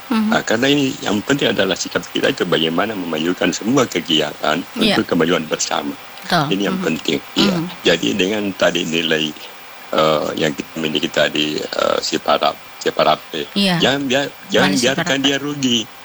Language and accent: Indonesian; South Sulawesi, Indonesia; apakah betul dia menyewai merah putih nilai-nilai yang dian oleh kita sebagai orang Bugis Makassar.